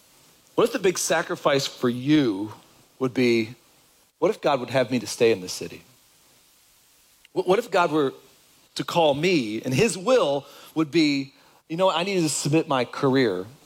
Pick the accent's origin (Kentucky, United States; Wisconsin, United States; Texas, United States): Kentucky, United States; I left Kentucky, I'll give of my hometown with my family, I'll give of all of that and come, I'll do all that.